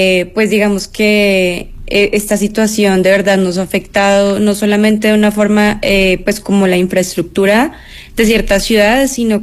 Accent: Cali, Valle del Cauca, Colombia; moved away as an adult; now in Bogotá, Colombia; yo soy caleña, pero vivo en Bogotá hace apenas un año.

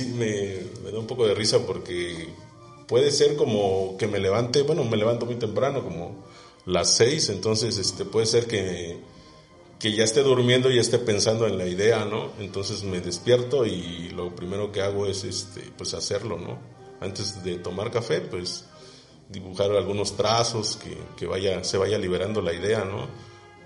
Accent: Oaxaca, Mexico; La parte prehispánica de que nos representa pues como jojeños o como oaxaqueños.

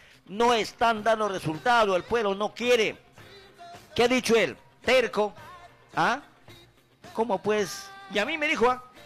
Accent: Ucayali, Peru; Está bien que somos ucayalino

